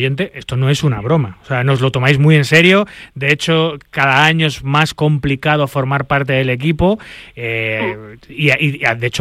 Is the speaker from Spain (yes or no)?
yes; Spain; yo soy español, aquí quieres que te gane, ¿no?